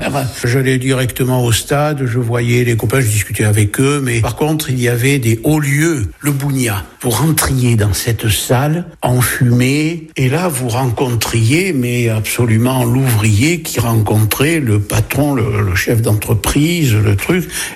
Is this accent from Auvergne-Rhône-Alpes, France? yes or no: no; Bordeaux, Nouvelle-Aquitaine, France; born there; now in Bègles, France; Je suis né à Bordeaux et je suis venu à Bègle.